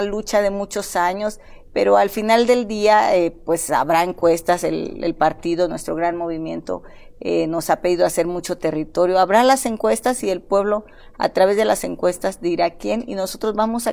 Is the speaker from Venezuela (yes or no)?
no; Guerrero, Mexico; Fuimos desplazados por la violencia y yo me crié en Tierra Caliente, en la Tierra Caliente.